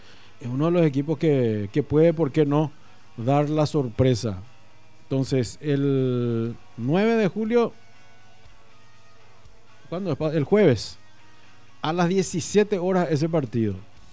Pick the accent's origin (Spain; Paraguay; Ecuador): Paraguay; a nosotros los paraguayos, los mexicanos nos trozaron